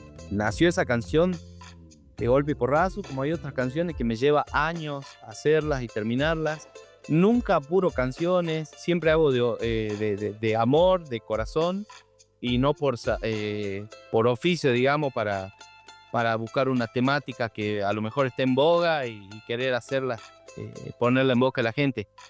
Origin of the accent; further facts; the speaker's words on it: Jujuy, Argentina; moved away as an adult; now in Córdoba, Argentina; yo nací en Jujuy y Jujuy es precordillera, entonces mi música, mi raíz, digamos, está impregnada de música andina. Música norteña, como son los carnavalitos, taquiraris, cuecas, bailecitos